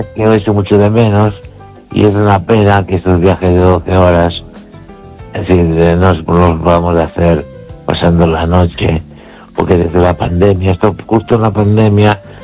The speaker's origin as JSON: {"language": "Spanish", "region": "Galicia", "country": "Spain", "tie": "born or raised there", "said": "Y mi pueblo está a unos 9 kilómetros o 8 de los Peares. En la base de la montaña."}